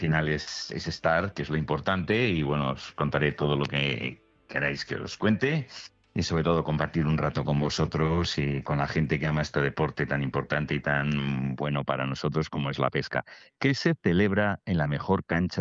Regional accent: Astorga, Castile and León, Spain; now in León, Spain; Yo nací en Astorga

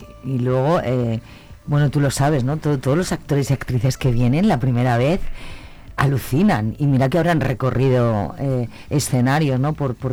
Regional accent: Zamora, Castile and León, Spain; los zamoranos somos co y zamoranas

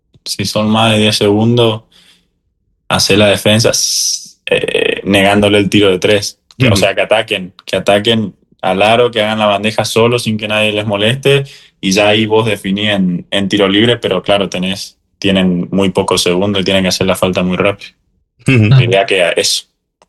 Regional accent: Argentina

